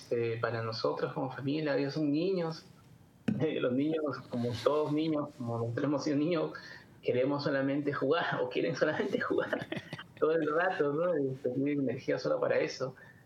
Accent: Peru; now in Brazil; En Perú nos gusta mucho el fútbol

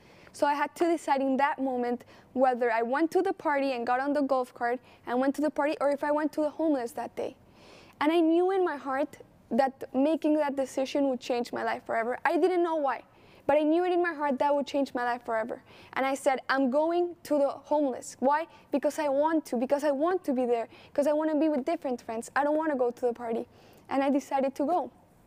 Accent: Colombia; moved away; I was raised in Colombia, and in Colombia, you don't really hear, or at least in my school, where I was raised, in the environment I was raised, people wouldn't talk about God.

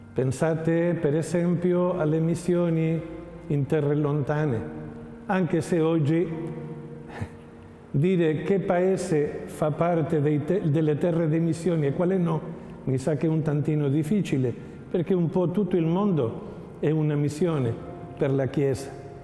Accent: Spain; now in Italy; Nel mio paese, in Spagna, da dove vengo

